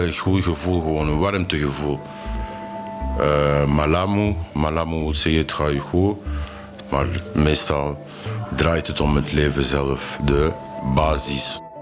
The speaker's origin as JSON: {"language": "Dutch", "country": "Belgium", "said": "shout-out naar Queen Mathilde, die altijd klaarstaat voor de ongelukken die gebeuren in mijn moederland."}